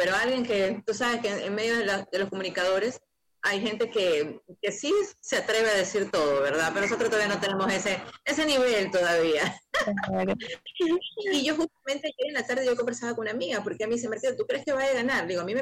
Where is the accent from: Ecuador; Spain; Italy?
Ecuador